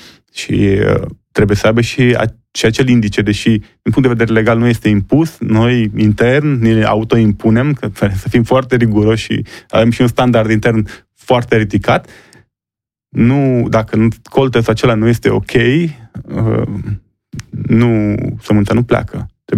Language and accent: Romanian; Romania; e o mândrie și că pentru noi ca români, că da, a fost creat aici